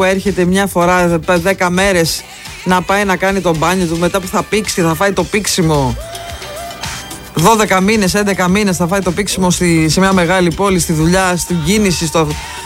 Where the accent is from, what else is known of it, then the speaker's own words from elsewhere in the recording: Parga, Epirus, Greece; born there; Εγώ γεννήθηκα στην Πάργα. Δεκαετία του 70 λοιπόν.